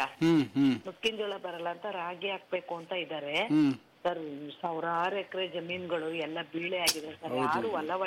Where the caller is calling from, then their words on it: Nerlagundi, Karnataka, India; ಕಡೆ ಕುಂದೂರು, ಈ ಕಡೆ ದಾಗಿನಕಟ್ಟೆ, ಈ ಸೈಡ್ ಹೊನ್ನಾಳಿ, ಮಧ್ಯ ನಮ್ದು. ಇಂಟೀರಿಯರ್ ಸರ್ ತುಂಬಾ ಇದು ನಮ್ಮ ಹಳ್ಳಿ.